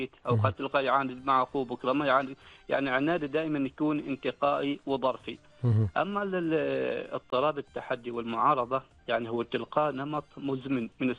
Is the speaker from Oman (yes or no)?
yes; Oman; نحن تربينا تربية نوعا ما مثل ما تقول موحدة كعمانيين، يعني بيئة متكافئة أو بيئة يعني نمطها متقارب نوعا ما